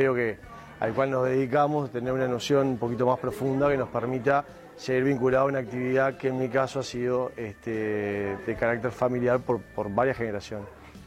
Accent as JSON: {"language": "Spanish", "region": "San José", "country": "Uruguay", "said": "Nosotros somos de San José, de la zona yendo para Flores, ruta 3, kilómetro 127 y medio"}